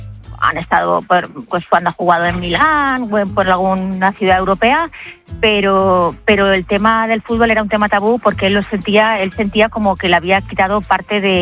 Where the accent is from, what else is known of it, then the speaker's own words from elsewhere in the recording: Valencian Community, Spain; Y yo soy valenciana, vivimos actualmente en Valencia desde hace, bueno, vamos a hacer 25 años de casados el año que viene.